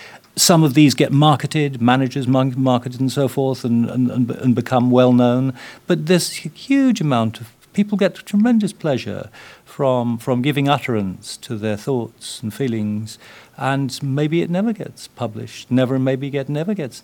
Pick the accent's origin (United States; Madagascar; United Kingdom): United Kingdom; England; Barry and I, two English boys